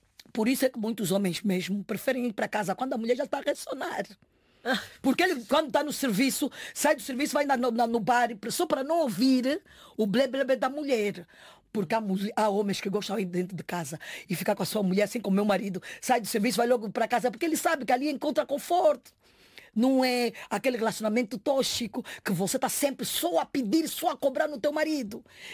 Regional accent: Angola; now in Portugal; Eu quando viesse aqui para Portugal, me diziam, você é de Guiné? Eu dizia, não, eu não sou de Guiné, eu sou da Angola.

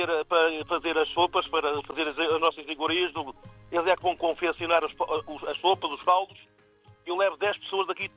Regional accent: Portugal; now in Germany; neste momento, estou em Portugal, por causa da cultura portuguesa, que eu sou muito português.

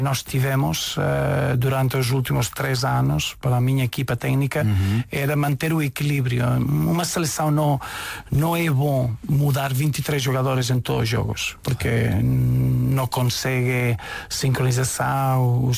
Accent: Catalonia, Spain; born there; Portuguese is a second language; Eu acho que não, porque sou espanhol, porque nasci em Catalunha, mas também estou a minha esposa é britânica

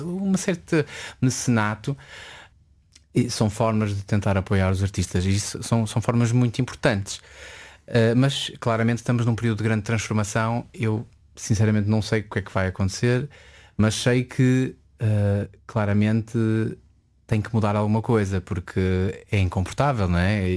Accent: Porto, Norte, Portugal; also born or lived in Azores; a minha família, do lado da minha mãe, é dos Açores e eu nasci nos Açores e, ou seja, na realidade vivi quase a minha vida toda no Porto, em território nacional.

